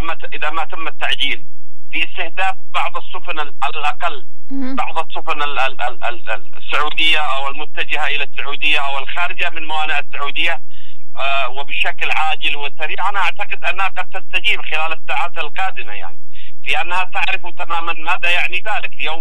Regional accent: Yemen; نحن اليمنيون الذين نحن في أعماق التاريخ.

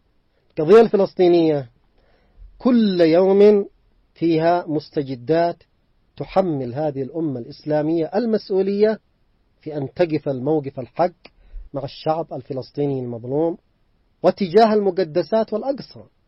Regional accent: Yemen; بالنسبة لنا نحن كشعب يمني

